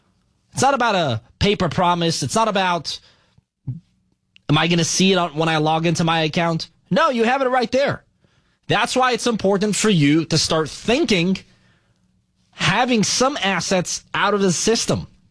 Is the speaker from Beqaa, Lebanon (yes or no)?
no; Beirut, Beirut Governorate, Lebanon; moved away; When I was a kid growing up in Lebanon, Beirut, we were going through a civil war